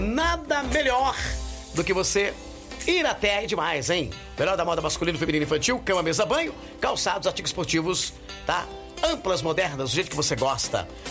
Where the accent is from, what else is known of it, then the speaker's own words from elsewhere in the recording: Descalvado, São Paulo, Brazil; e em Descalvado, minha terra querida, amada, inesquecível